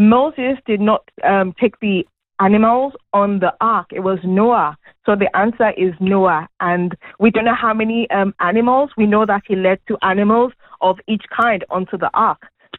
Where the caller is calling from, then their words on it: Liverpool, North West England, United Kingdom; I'm calling from Liverpool.